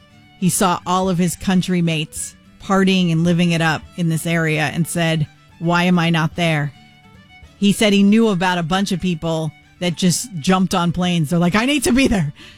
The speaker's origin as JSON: {"language": "English", "town": "New Rochelle", "region": "New York", "country": "United States", "tie": "born or raised there", "said": "where I grew up in New Rochelle, New York"}